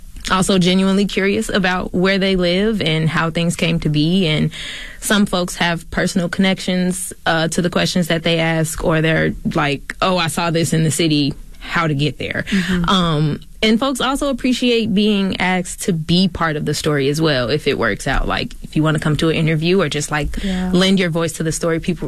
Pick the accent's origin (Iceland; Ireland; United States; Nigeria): United States; Chicago, Illinois; now in Milwaukee, United States; yes, Chi-Town native.